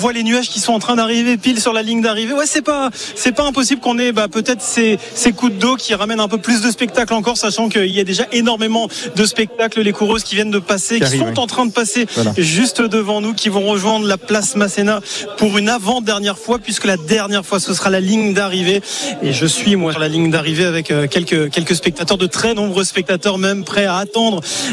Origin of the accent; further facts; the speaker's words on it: Nice, Provence-Alpes-Côte d'Azur, France; Je suis de Nice, effectivement.